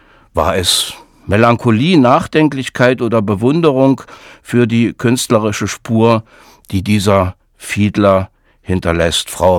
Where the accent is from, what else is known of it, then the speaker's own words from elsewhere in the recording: Germany; Eine Frage an Sie, auch für mich als Deutscher